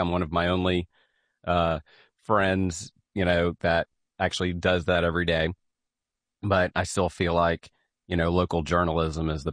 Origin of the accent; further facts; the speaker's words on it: Lufkin, Texas, United States; You know, we grew up in Lufkin City.